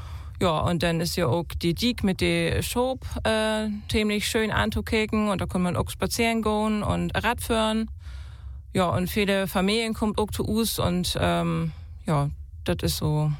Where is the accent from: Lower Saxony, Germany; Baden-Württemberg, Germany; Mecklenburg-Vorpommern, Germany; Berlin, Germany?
Lower Saxony, Germany; Ich komme aus der Wesermarsch, genauer gesagt in Obergun bin ich aufgewachsen und da ha ich all früh dat platt und beten lehrt von meinen Großeltern.